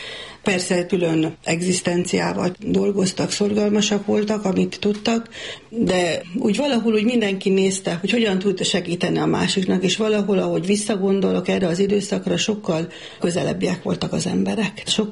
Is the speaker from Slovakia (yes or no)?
no; Vojvodina, Serbia; Vajdosságban nem véletlenül születtünk ebbe az időszakba. Úgy nőttünk fel, hogy tudtuk, hogy vannak szerb nemzetiségű emberek és magyarok.